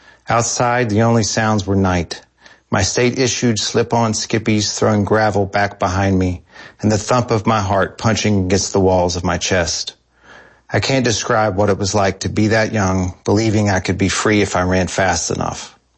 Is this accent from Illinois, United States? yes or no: no; Kentucky, United States; because I grew up in Eastern Kentucky. So we had a pretty homogenous school, and everyone was pretty much the same.